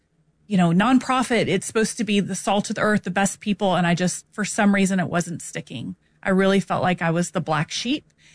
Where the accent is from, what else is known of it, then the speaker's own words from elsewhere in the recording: San Antonio, Texas, United States; So born and raised in San Antonio, Texas. 44 years old as of today